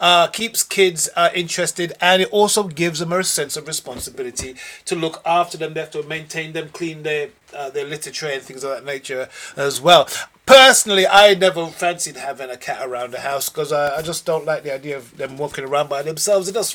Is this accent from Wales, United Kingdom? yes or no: no; London, United Kingdom; when we were growing up in London, northwest London, we had a number of pets.